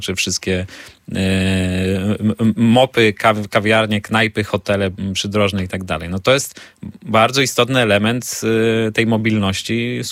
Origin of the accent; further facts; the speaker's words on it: Gdańsk, Pomeranian Voivodeship, Poland; jako gdańszczanin